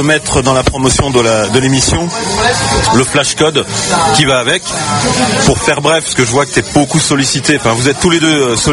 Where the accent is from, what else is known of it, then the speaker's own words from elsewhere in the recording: Grand Est, France; moi je viens des Vosges.